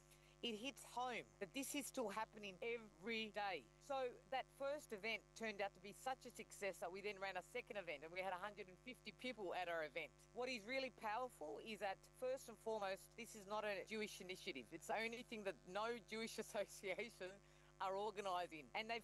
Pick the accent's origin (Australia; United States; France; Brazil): Australia; as an Australian, as a mum, as a sister and a daughter